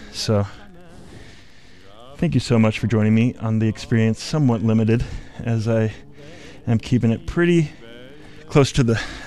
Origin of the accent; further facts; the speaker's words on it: the Bay Area, California, United States; I grew up in the Bay Area, like Corinne